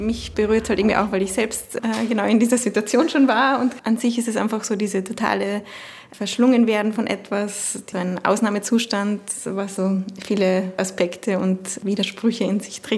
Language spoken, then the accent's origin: German; Germany; moved away; ich bin selber in Deutschland aufgewachsen